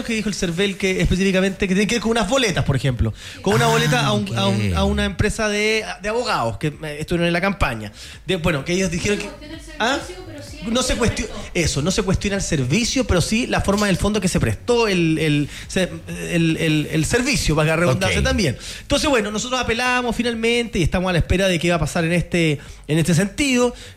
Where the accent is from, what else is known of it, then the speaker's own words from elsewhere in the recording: Limache, Valparaíso, Chile; yo soy de Limache, entonces onda, hay mucha gente que escucha la radio Libra